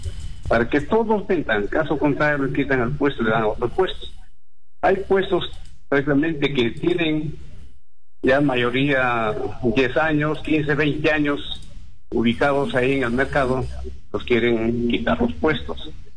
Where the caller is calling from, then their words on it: Namora, Cajamarca, Peru; De acá, de Namora.